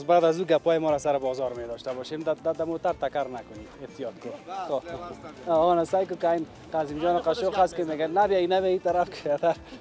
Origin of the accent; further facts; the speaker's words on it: Afghanistan; ولی ما شما افغان هستیم، مسلمان هستیم